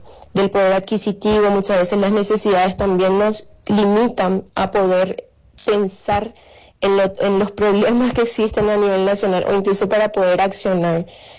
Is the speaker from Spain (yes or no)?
no; Paraguay; lo que yo veo como joven paraguaya